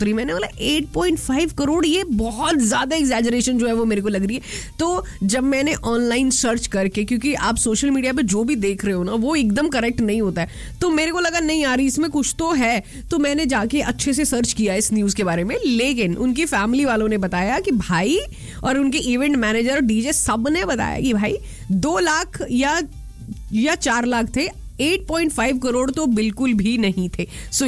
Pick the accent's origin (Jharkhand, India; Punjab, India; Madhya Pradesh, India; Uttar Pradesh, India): Punjab, India; मैं भी पंजाबी हूँ, है ना, मैं भी पंजाब से हूँ